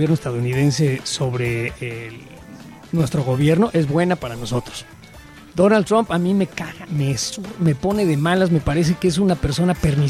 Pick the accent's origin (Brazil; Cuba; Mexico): Mexico; Como sociedad mexicana, qué bueno que se lleve a juicio bueno, a las personas que son culpables.